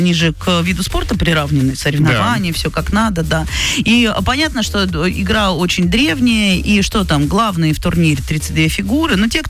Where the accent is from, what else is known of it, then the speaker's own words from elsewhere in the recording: Yekaterinburg, Sverdlovsk Oblast, Russia; moved away; я все время как приезжаю в Екатеринбург